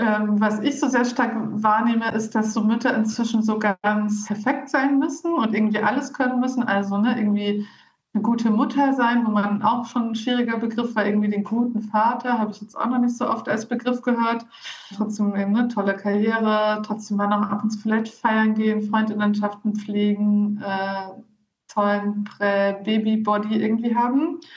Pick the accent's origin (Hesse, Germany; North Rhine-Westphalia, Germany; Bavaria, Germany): Bavaria, Germany; now in Leipzig, Germany; ich bin ja in Bayern aufgewachsen und jetzt wohne ich aber schon lange in Leipzig, also in Ostdeutschland.